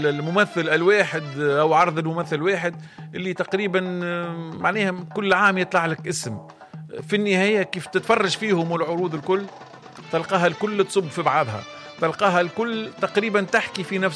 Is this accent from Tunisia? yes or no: yes; Tunisia; معناها ما احنا تونسي ما هو كي يبدأ من فلقة أش ما جاي يضحكوا